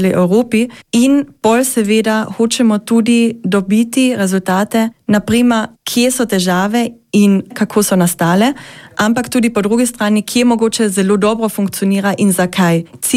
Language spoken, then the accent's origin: Slovenian; Carinthia, Austria; first language Slovene; pri nas na Koroškem